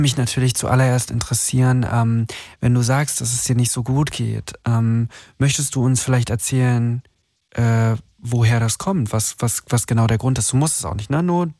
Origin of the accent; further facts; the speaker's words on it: Berlin, Germany; Ah ja, ich komme auch aus Berlin.